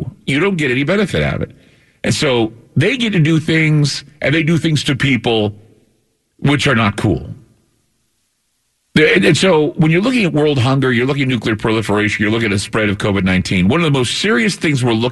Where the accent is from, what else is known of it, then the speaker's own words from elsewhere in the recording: United States; as an American